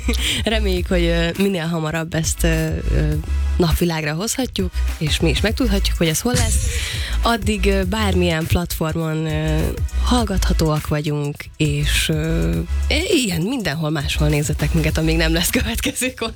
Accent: Zsámbék, Pest, Hungary; Egyébként én is Zsámbékon nőttem föl

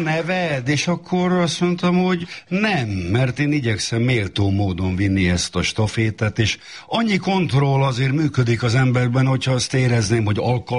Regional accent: Szeged, Csongrád-Csanád, Hungary; born there; 67-ben, amikor én Szegeden születtem

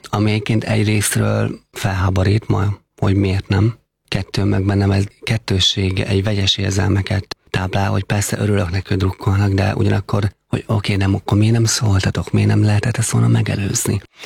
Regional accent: Heves, Hungary; Ugye Heves megyében nőttem föl.

